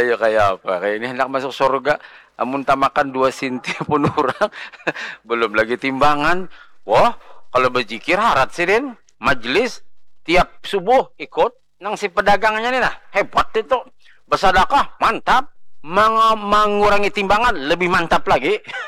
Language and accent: Indonesian; South Kalimantan, Indonesia; Kami Banjar bari kakanakan nyebat lapri.